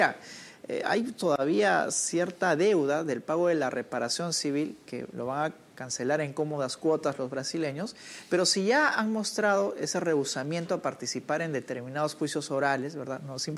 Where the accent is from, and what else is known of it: Peru